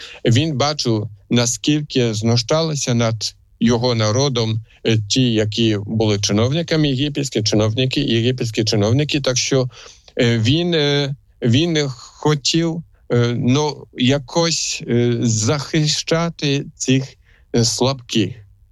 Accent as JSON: {"language": "Ukrainian", "country": "Poland", "moved": "yes", "lives_now": "Ukraine", "said": "хоч я сам поляк"}